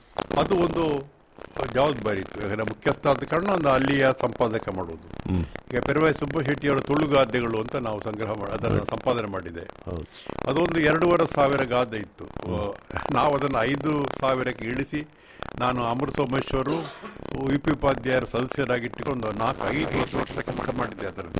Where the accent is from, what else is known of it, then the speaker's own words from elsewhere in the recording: Mangaluru, Karnataka, India; ಮಂಗಳೂರಿನವರು ನಾನು ಬಿಟ್ಟರು, ನನ್ನ ಮಂಗಳೂರಿನವರು ನಾನು ಬಿಡುವುದಿಲ್ಲ.